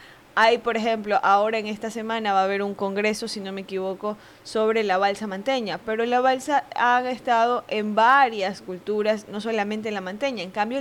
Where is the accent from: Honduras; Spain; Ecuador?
Ecuador; Manabí; no soy nativa de Manta, pero sí soy muy manabita.